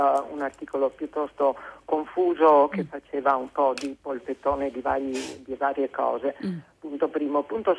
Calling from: Trieste, Friuli-Venezia Giulia, Italy; da Trieste.

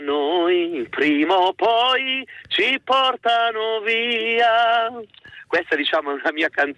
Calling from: Bari, Apulia, Italy; io sono di Bari … sono una drag queen pugliese

